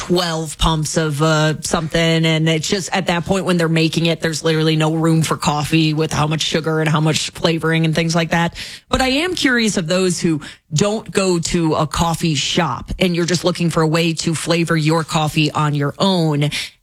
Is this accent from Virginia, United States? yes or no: no; Michigan, United States; moved away; growing up in Michigan.